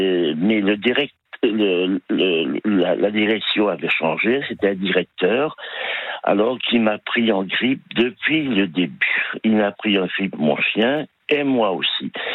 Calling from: Louvres, Île-de-France, France; Je rentre chez moi, j'habite à Louvre, dans le Val d'Oise.

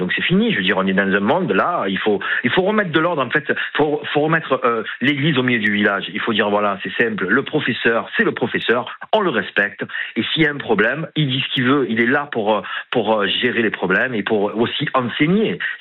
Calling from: Marseille, Provence-Alpes-Côte d'Azur, France; moi j'habite à Marseille, dans les banlieues.

